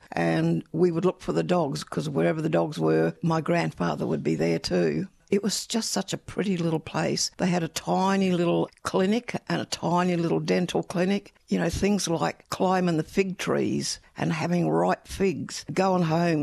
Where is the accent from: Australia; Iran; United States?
Australia; Tailem Bend, South Australia; moved away as an adult; also born or lived in Raukkan (Point McLeay Mission) / Murray Bridge; now in Mount Gambier, Australia; I grew up at Taylan Bend, primary school there and high school at Murray Bridge. Yeah, in 1975, myself and my husband moved here and I fell in love with the southeast. And yeah, lived here since.